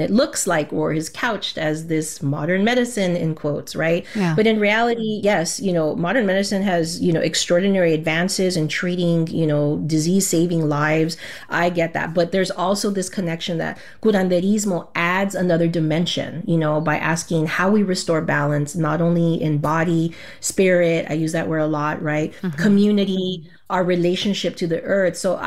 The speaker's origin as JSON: {"language": "English", "country": "United States", "tie": "born or raised there", "said": "And then Chicana, I was technically, born and raised in the United States. So I have all of these, how do we say, like multicultural identities, right, that are fluid through me."}